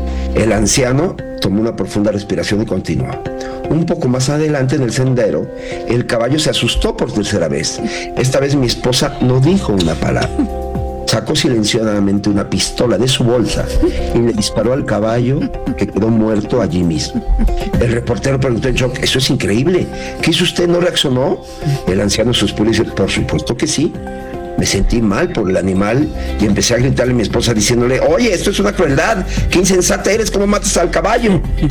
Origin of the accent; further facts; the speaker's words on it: Mexico; somos buenos los mexicanos, somos buenos